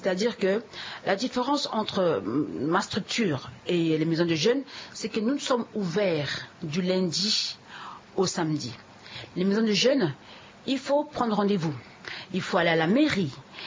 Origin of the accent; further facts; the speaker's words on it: Central African Republic; chez nous. Vous savez, en RCA